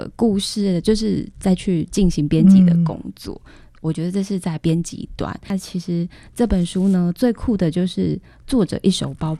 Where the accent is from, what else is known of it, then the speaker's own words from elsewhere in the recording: Taiwan; first language Taiwanese Hokkien; Chinese is a second language; 对，我应该算是台语，我的母语是台语